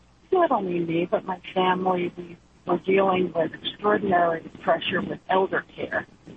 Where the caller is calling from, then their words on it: Westchester County, New York, United States; We're really from Westchester County, New York